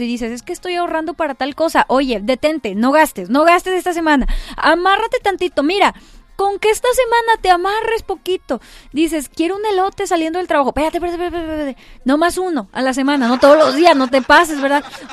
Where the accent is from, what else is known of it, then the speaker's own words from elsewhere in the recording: Mexico; esas fiestas que nos unen como mexicanos